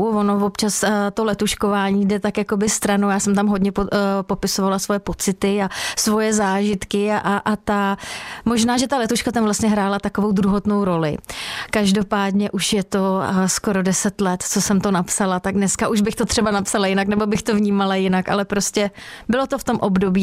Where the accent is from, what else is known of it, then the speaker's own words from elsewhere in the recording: Sokolov, Karlovy Vary Region, Czechia; moved away as an adult; also born or lived in Kraslice; now in Prague, Czech Republic; Narodila jsem se jako spousta dětí a mého ročníku v Kraslicích, ale jinak jsem celý život vyrůstala v Sokolově, celé dětství i vlastně dospívání jsem tam prožila.